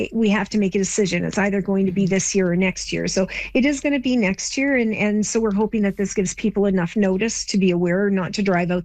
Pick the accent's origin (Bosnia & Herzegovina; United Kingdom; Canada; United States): Canada; Torrington, Alberta; I grew up in Torrington, and it was vastly different than what it is now. At that time, it had several stores, businesses, services, little shops. It was a busy place. It was quite wonderful. And the reason for that is agriculture.